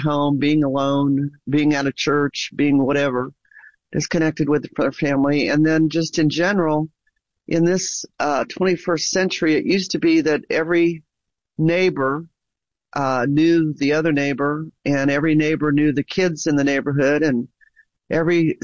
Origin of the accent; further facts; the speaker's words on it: Ohio, United States; also born or lived in Massachusetts / Oklahoma; I know when I was raised in Ohio, born in Massachusetts, raised in Ohio. But then when I went off to college, I came down to Oklahoma and we never went back.